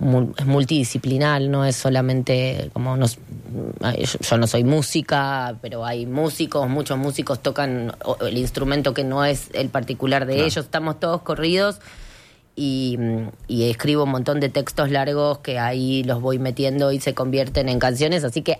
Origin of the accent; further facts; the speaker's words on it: Ituzaingó, Buenos Aires Province, Argentina; moved away as an adult; now in Buenos Aires, Argentina; soy ciudad de Buenos Aires total, pero me crié y mi mamá vive en una reserva ecológica en Ituzaingó, que se llama Parque Leloir.